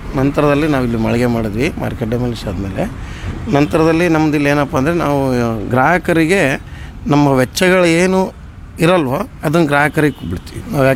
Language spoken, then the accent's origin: Kannada; Shivamogga, Karnataka, India; Shivamogga.